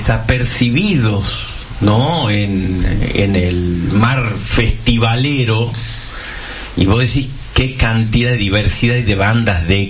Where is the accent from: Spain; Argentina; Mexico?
Argentina